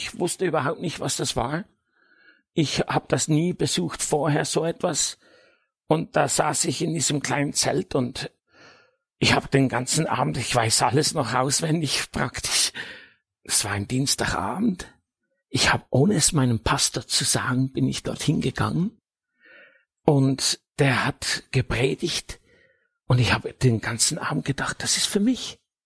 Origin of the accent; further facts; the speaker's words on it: Northwestern Switzerland, Switzerland; moved away as an adult; also born or lived in Latin America; Ursprünglich, sage ich mal, komme ich aus der Schweiz, Nordwestschweiz. Und dann sind wir viele Jahre als Missionare unterwegs gewesen in Lateinamerika und sind seit, ja, ungefähr 10 Jahren wieder zurück in der Schweiz.